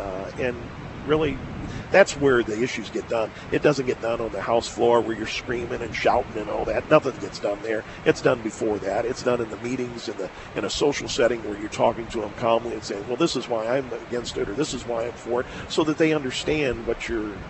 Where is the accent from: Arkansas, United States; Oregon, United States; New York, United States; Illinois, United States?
Illinois, United States; It's the Illinois State Fair. It's in my hometown. It's in my district.